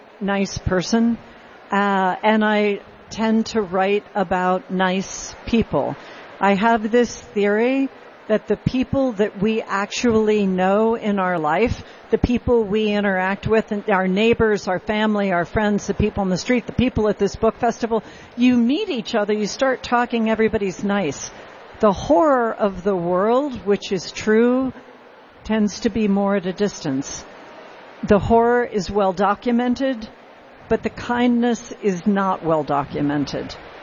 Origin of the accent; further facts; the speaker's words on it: Tennessee, United States; When I was growing up in Tennessee, my stepfather believed that it wasn't safe to be out without a gun.